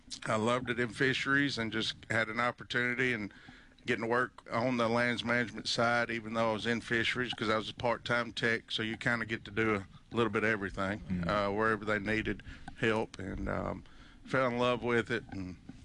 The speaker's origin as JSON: {"language": "English", "town": "Millington", "region": "Tennessee", "country": "United States", "tie": "born or raised there", "said": "I grew up in Millington, Tennessee, so I'm home."}